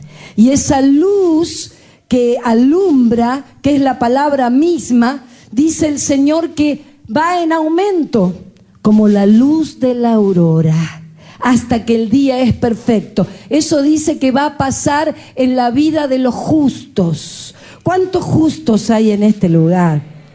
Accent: Argentina

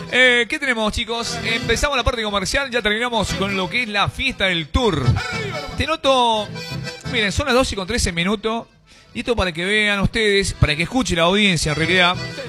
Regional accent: Argentina; porque somos argentinos, ¿no?

